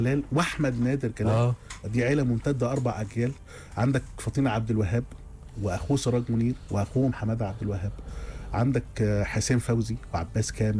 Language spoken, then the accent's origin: Arabic; Egypt; ولا عشان احنا مصريين يعني